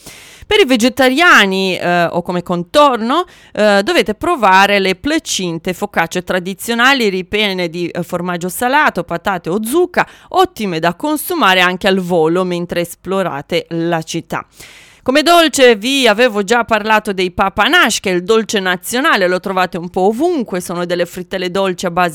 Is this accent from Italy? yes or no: no; Iași, Iași County, Romania; moved away; questo magnifico distretto, che tra l'altro è la mia città d'origine